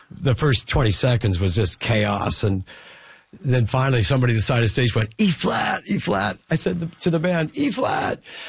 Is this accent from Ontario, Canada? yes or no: no; Regina, Saskatchewan, Canada; And then we did the same thing the next night in my hometown of Regina. And now I'm in my hometown with like people I knew in the audience